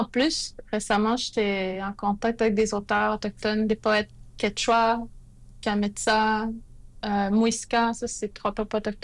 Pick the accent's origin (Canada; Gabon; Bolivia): Canada; Pessamit, Quebec; now in Colombia; Je viens de la communauté de Pessamit.